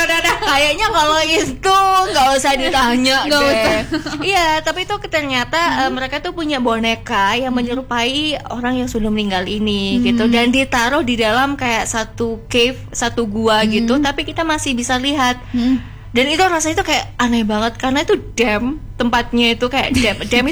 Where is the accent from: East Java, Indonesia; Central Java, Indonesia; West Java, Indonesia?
East Java, Indonesia; Malang; kita orang Malang